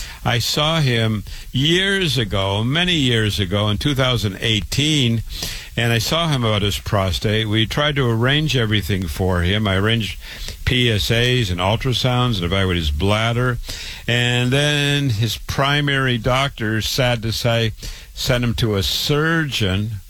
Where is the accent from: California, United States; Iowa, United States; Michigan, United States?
Iowa, United States; Waterloo; I was born and raised in Waterloo, Iowa. I went to public school, university, MD at 25.